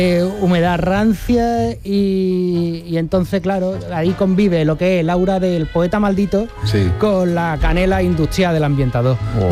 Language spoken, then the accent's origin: Spanish; Jerez de la Frontera, Andalusia, Spain; now in San Juan de Aznalfarache, Spain; Porque soy padre primerizo y San Juan de Aznafarache está muy lejos de Jerez de la frontera cuando tiene un niño de un año.